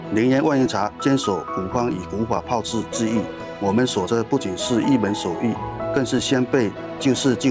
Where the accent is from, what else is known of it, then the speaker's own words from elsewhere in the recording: Fujian, China; 咱们闽南人自古就有端午先艾草、带香囊的习俗